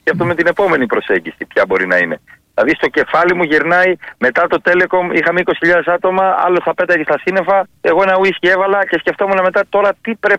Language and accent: Greek; Megalochari, Arta, Epirus, Greece